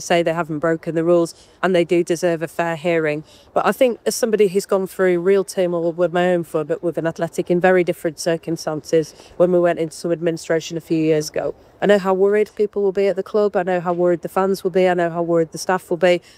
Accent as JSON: {"language": "English", "town": "Manchester", "region": "North West England", "country": "United Kingdom", "tie": "born or raised there", "said": "I grew up in Manchester"}